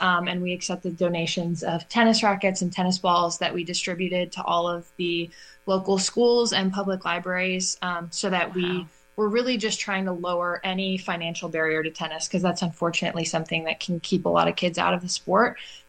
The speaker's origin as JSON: {"language": "English", "town": "Whitewater", "region": "Wisconsin", "country": "United States", "tie": "born or raised there", "said": "my hometown of Whitewater, Wisconsin"}